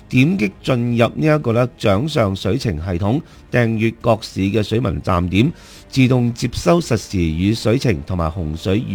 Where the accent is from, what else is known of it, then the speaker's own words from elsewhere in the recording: Guangdong, China; 俾我哋廣東人咧，係咪講奸賴咧嚇？